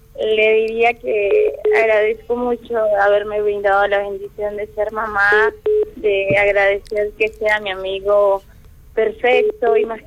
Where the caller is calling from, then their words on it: Hunter, Arequipa, Peru; Desde el Rico Hunter.